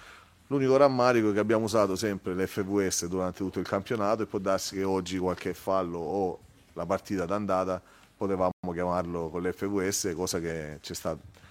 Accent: Lecce, Apulia, Italy; Io sono di Lecce

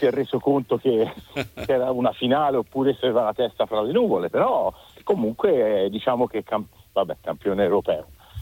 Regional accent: Livorno, Tuscany, Italy; Ah, guarda, da livornese a livornese gli direi Max non lo fare

